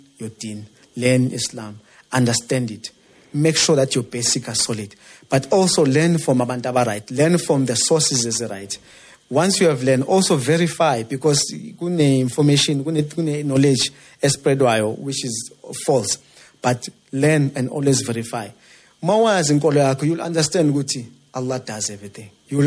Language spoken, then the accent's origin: English; Soweto, Gauteng, South Africa; growing up in Soweto is surrounded by corruption everywhere.